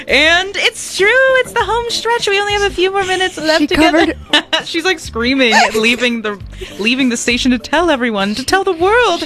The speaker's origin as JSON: {"language": "English", "country": "Ireland", "said": "Listen, I'm not Italian."}